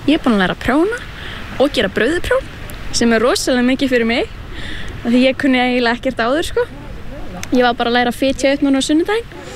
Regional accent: Húsavík, Northeastern Region, Iceland; ég 19 ára og kem frá Húsavík.

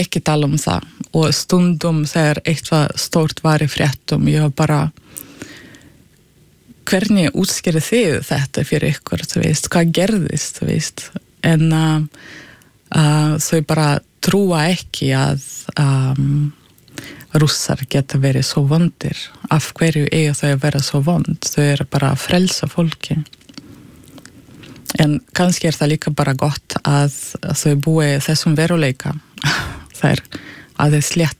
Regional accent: Russia; Icelandic is a second language; now in Iceland; þegar ég var lítil þetta var mjög gefandi líka að sjá heimalandið mitt upp á nýtt í öðru ljósi

